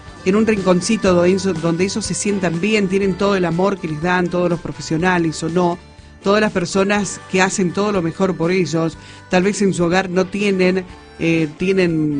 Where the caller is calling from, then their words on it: San Luis, Argentina; de San Luis Capital.